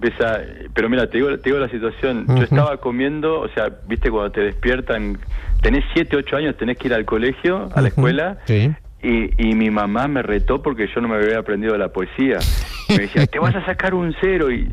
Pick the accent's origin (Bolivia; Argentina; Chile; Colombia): Argentina; O sea, en particular los argentinos, o yo soy argentino, los argentinos nos gusta el tango y el tango es muy nostálgico.